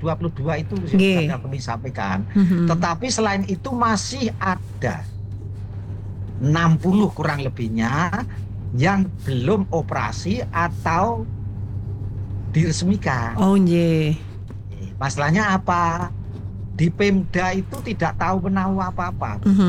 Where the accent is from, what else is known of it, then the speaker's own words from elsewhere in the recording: Java, Indonesia; Alasan saya orang Jawa.